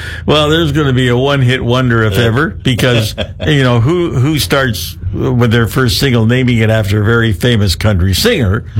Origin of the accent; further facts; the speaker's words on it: Canada; I'm from Canada.